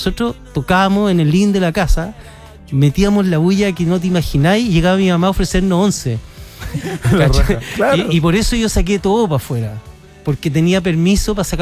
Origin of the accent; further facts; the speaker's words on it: Santiago, Santiago Metropolitan Region, Chile; Aquí nacimos, crecimos, aquí nos hemos machucado. Y es una ciudad que es de antes, de ahora y del futuro. Entonces es un tributo también a esta ciudad de Santiago, de la cual somos tan presentes